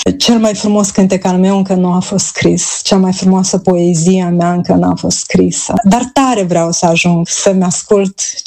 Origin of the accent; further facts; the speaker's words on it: Moldova; moved away; Sunt un moldovean jet be jet în ceea ce scriu